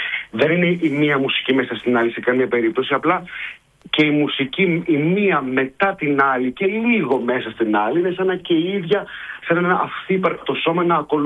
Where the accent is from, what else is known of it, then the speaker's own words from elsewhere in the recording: Thespies, Central Greece, Greece; επειδή εγώ είμαι από τις Θεσπίες στη Βόν και οπότε είμαι από εδώ